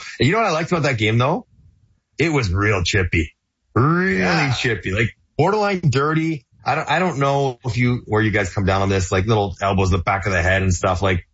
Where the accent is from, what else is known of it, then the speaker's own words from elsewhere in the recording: Canada; I'm Canadian, not English